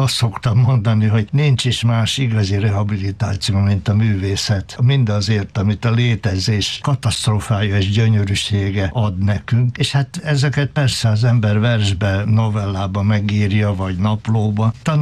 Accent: Győr, Győr-Moson-Sopron, Hungary; also born or lived in Budapest; Budapesten születtem, de hogy mondani szoktam, hogy eszmélésem város a Győr, mert hát fél éves koromban oda kerültem.

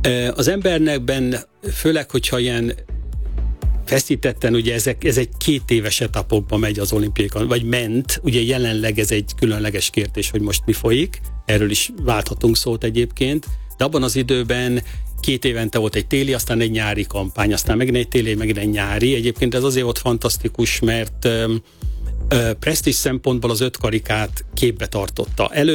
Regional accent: Hungary; moved away as an adult; also born or lived in China

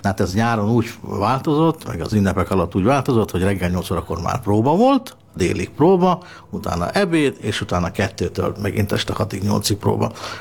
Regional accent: Szeged, Csongrád-Csanád, Hungary; moved away; also born or lived in Budapest; Édesanyám részéről én magyar származású vagyok, ő nekem ekte magyar családból származik, de mi Szegeden éltünk, a családunk

